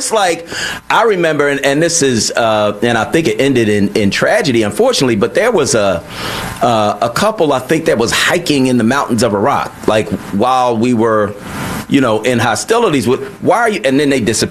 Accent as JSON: {"language": "English", "country": "United States", "said": "as an American"}